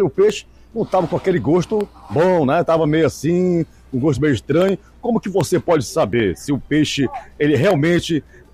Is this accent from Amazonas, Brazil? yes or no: yes; Amazonas, Brazil; eu sou amazonense